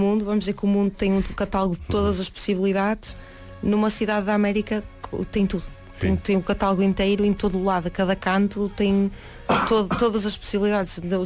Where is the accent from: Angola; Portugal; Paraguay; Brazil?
Portugal; Além da Ponte; Nós morámos em Além da Ponte, que é uma aldeia pertencente a Vila Nova de Santo.